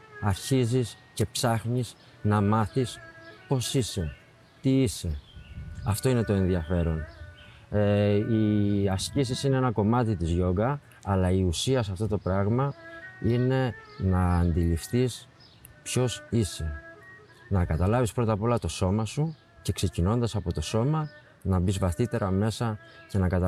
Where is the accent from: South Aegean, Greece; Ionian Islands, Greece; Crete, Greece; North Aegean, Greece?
Crete, Greece; Choudetsi; also born or lived in Heraklion; Μου είναι από το Χουδέτσι. Έχω ζήσει αρκετά χρόνια στο Ηράκλειο και τα τελευταία 15 χρόνια ξαναμένω στο Χουδέτσι